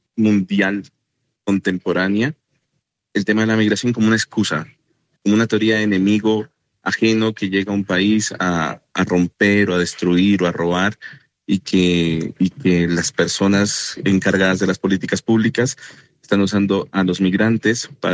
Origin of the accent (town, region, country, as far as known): Colombia